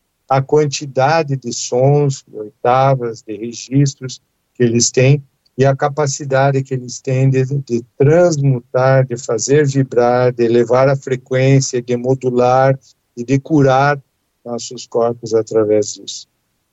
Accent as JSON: {"language": "Portuguese", "town": "Curitiba", "region": "Paraná", "country": "Brazil", "tie": "born there", "said": "Eu nasci em Curitiba."}